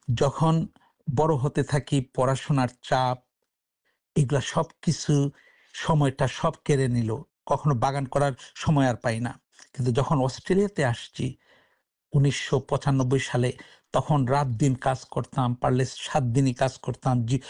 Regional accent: Bangladesh; now in Sydney, Australia; যেহেতু আমি বাংলাদেশে আমার জন্ম এবং বেড়ে ওঠা, আর আমাদের বাংলাদেশের জাতীয় ফল ছিল কাঁঠাল

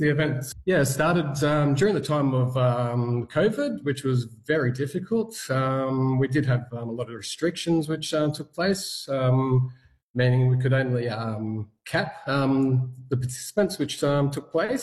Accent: New South Wales, Australia; My mob's Wiradjuri. I'm sent from … from central New South Wales.

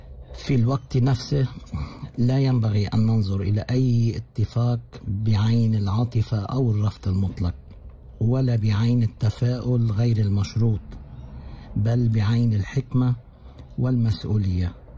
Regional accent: Lebanon; نحن كلبنانيين أينما كنا تعبنا من الحروب

